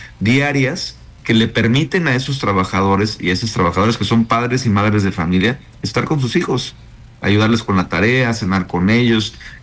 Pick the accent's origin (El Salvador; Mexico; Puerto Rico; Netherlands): Mexico; Cancún, Quintana Roo; te lo digo como cancunense, como quintanarroense, yo que nací y crecí en Cancún.